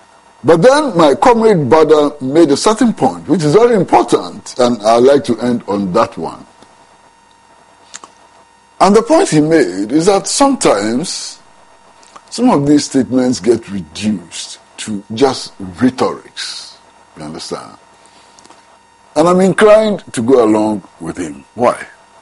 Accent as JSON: {"language": "English", "country": "Ghana", "said": "I felt so proud as a Ghanaian."}